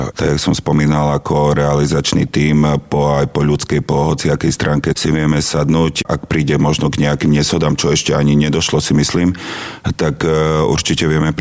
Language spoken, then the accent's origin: Slovak; Košice, Košice Region, Slovakia; keďže som Košičan, dochádzam na tréningy do Michaloviec každý deň.